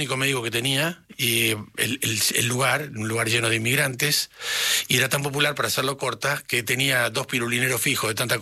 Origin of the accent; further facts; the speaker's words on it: Valentín Alsina, Buenos Aires Province, Argentina; also born or lived in Avellaneda; De mi barrio, Valentín Alsina.